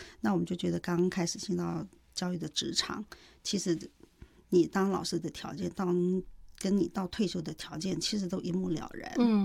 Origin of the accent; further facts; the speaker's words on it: Ren'ai, Nantou County, Taiwan; 因为我是在部落长大的小孩、我是赛德克族的小孩